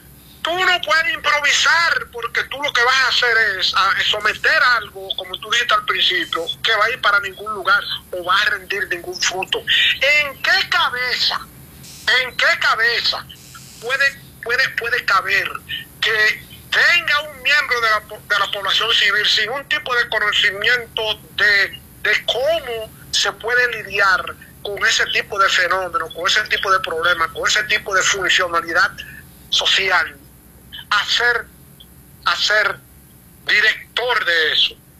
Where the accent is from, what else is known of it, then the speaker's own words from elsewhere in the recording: Dominican Republic; Yo lo que quiero es brindar o sacar de mi seso lo que yo aprendí para yo no, como dominicano, para cuando yo tenga a ti diciendo eso